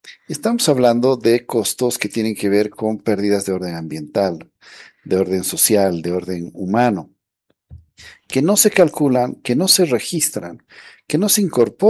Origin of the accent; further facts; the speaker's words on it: Bolivia; Como bolivianos, como sociedad.